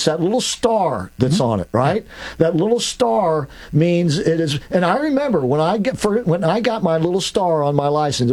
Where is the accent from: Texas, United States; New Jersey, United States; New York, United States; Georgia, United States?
Georgia, United States; born there; now in Florida, United States; because I was born in Georgia, I actually had to send back to the county where I was born to get an official birth certificate.